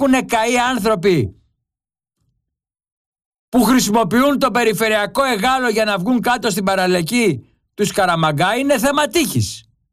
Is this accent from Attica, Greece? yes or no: yes; Piraeus, Attica, Greece; εγώ είμαι Πειραιώτης.